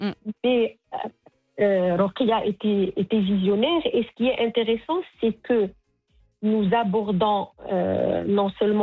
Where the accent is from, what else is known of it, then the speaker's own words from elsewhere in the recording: Morocco; Parce que déjà, lui, il est français. Moi, je suis marocaine.